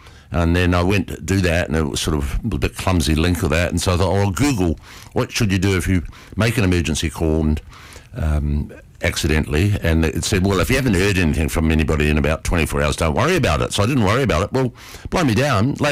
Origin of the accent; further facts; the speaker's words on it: New Zealand; Growing up in New Zealand, we had one.